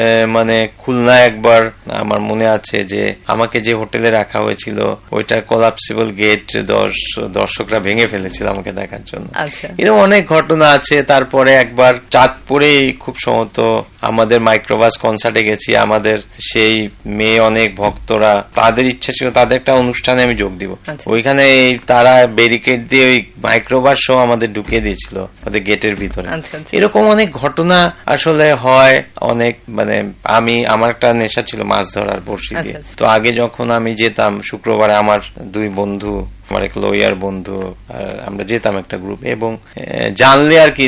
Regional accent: Sylhet, Sylhet Division, Bangladesh; আমি সিলেটের, যেহেতু সিলেটে বর্ন

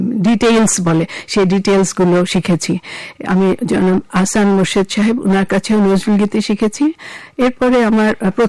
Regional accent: Dhaka, Dhaka Division, Bangladesh; আমার জন্ম ঢাকাতেই, আমি শান্তিনগরে আমাদের বাসা, ওখানে আমার জন্ম হয়েছিল, ওখানে আমি বড় হয়েছি, স্কুলে পড়েছি, তারপরে হোলি ক্রস কলেজে পড়েছি

